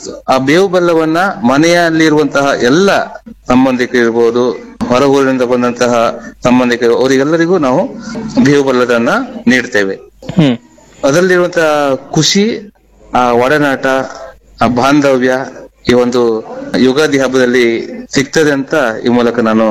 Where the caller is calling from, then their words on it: Maravanthe, Karnataka, India; ಇಂದು ನಾನು ಕರ್ನಾಟಕದ ಅತ್ಯಂತ ಸುಂದರವಾದ ಮತ್ತು ವಿಶಿಷ್ಟವಾದ ಕಡಲ ತೀರಗಳಲ್ಲಿ ಒಂದಾದ ಮರವಂತೆ ಬೀಚ್ ಉಡುಪಿ ಜಿಲ್ಲೆಯ ಬೈಂದೂರು ತಾಲೂಕಿನಲ್ಲಿದೆ